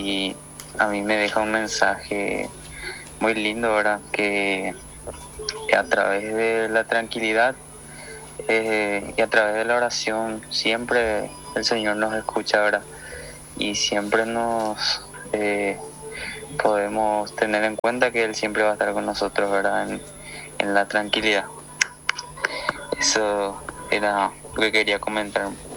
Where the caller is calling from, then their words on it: Isla Umbú, Ñeembucú, Paraguay; Estoy saludando desde Isla Umbú, Cambacua.